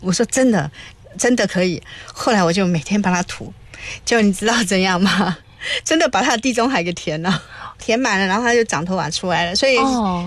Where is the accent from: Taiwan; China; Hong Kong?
Taiwan; moved away; 就原来因为我们是从台湾来的，早期我们从台湾来的时候呢，都会带很多各种各样的家庭保健药品。